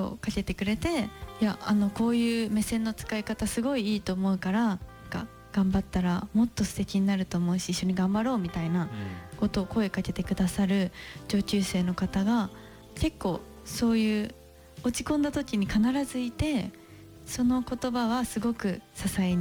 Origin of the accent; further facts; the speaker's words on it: Ikoma, Nara, Japan; moved away; 奈良県生駒市出身です